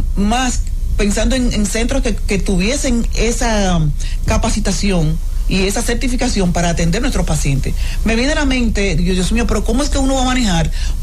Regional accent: Dominican Republic; para mí es un orgullo decir que soy dominicana, que soy cirujana plástica, que soy de la República Dominicana

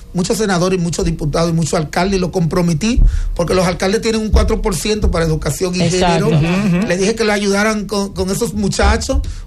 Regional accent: Villa Mella, Santo Domingo, Dominican Republic; yo soy protestante, pero yo respeto lo que es la cultura dominicana. Es decir, toda esa fiesta cultural es de Villamella, que es mi municipio.

